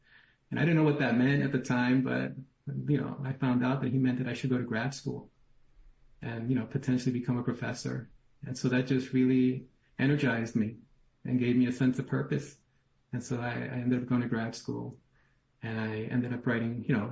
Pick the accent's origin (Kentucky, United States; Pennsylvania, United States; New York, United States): New York, United States; New York City; And I was from New York City. I was an outsider.